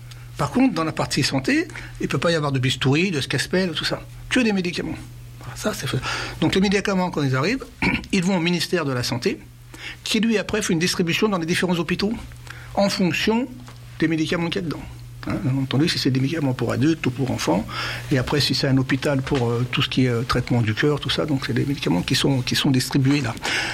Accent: France; comme chez nous en France

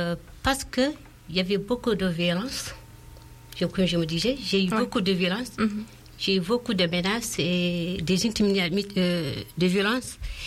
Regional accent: Mauritania; first language Fula; French is a second language; moved away; Je lui ai dit je viens de Mauritanie.

